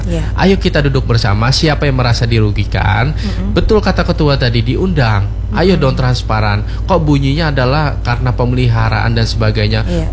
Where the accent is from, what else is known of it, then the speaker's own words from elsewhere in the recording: South Kalimantan, Indonesia; Tapi kita orang khususnya orang kita Banjar duduk bersama lah.